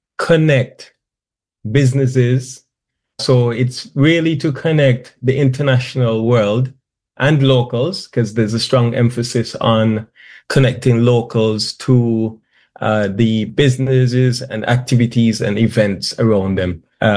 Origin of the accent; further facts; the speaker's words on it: Cork Hill, Montserrat; moved away as an adult; So I hail from Carkill originally, proud roots from Carkill. I left Montserrat at the age of 22, and that was a few years ago. So I grew up in Montserrat all my life, post volcano as well. So I am Montserratian by birth, heritage, everything else, and ancestry.